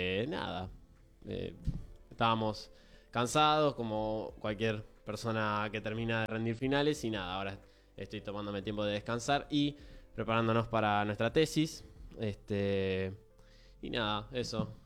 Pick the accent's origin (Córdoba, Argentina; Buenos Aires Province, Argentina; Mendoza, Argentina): Buenos Aires Province, Argentina; Quilmes; yo soy de Quilmes